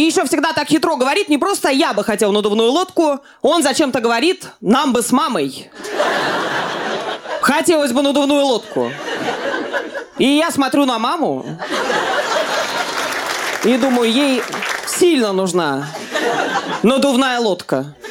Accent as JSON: {"language": "Russian", "region": "Moscow", "country": "Russia", "said": "Я долго жила с родителями, потому что я из Москвы"}